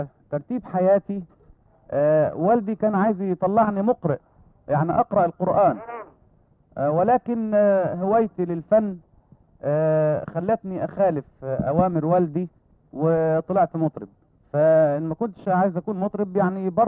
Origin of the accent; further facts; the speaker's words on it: Cairo, Cairo Governorate, Egypt; عندنا في القاهرة